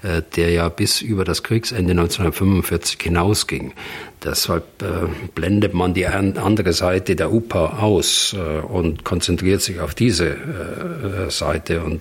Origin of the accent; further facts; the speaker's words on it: Germany; als ehemaliger General, als Deutscher auch